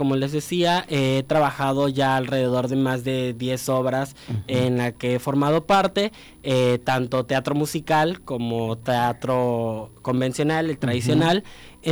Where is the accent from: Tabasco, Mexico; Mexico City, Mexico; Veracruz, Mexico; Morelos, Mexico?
Tabasco, Mexico; Cárdenas; now in Villahermosa, Mexico; Soy originario de Cárdenas, entonces allá inicio mi formación como actor en la compañía La Duce.